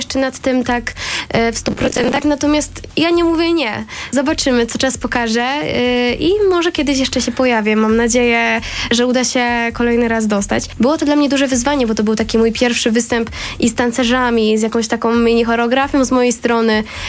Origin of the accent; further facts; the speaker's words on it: Skrzydlna, Lesser Poland, Poland; ja dokładnie pochodzę ze Skrzydylnej. Jest to taka mała wioska, która znajduje się właśnie w powiecie limanowskim, tak.